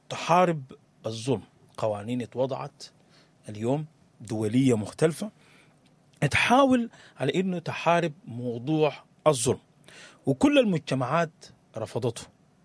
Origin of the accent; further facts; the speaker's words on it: Sudan; وإحنا كسودانيين